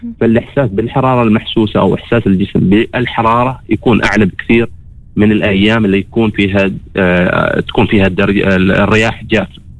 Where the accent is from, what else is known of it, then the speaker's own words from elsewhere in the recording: Oman; عز الصيف عندنا في سلطنة عمان.